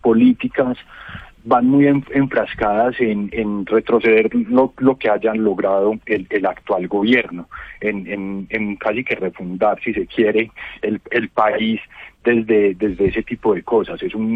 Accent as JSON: {"language": "Spanish", "country": "Colombia"}